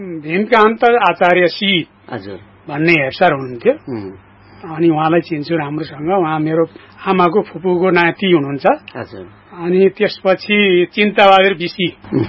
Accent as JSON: {"language": "Nepali", "area": "Tiram, Pyuthan District", "region": "Lumbini Province", "country": "Nepal", "tie": "born or raised there", "said": "म प्युठान जिल्लाको सारिक तिराम गाविस वार्ड नम्बर 2 तल्लो तिराम भन्ने ठाउँमा 2020 साल असार 5 गते बुधबारको दिन जन्म भएको।"}